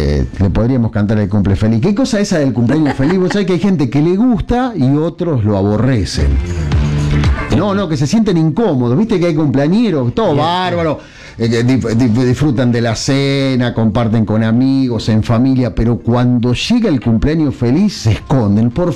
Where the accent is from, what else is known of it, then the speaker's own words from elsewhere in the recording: Sanford, Santa Fe, Argentina; also born or lived in Rosario, Argentina; now in Casilda, Argentina; En Rosario también, donde estudié comunicación.